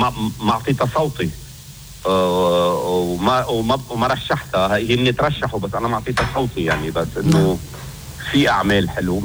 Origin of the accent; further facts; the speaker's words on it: Lebanon; مجتمعنا اللبناني وأخلاقنا وحياتنا وتقاليدنا وعاداتنا ومفهومنا للحياة كلبنانيين. اللبناني هو شخص مميز.